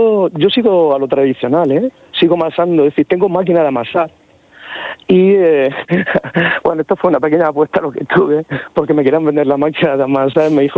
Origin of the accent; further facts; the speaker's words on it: Cartagena, Region of Murcia, Spain; A mi ciudad natal, que es Cartagena, y a mi región de Murcia, que es mi comunidad.